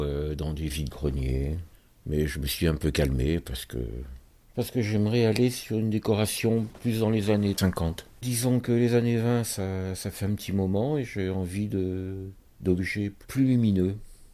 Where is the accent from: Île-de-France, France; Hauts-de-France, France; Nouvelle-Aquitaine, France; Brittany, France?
Nouvelle-Aquitaine, France; Royan; born there; à part que moi, c'est au bord de mer, à Royan, justement. Ça me permet de retrouver ma ville natale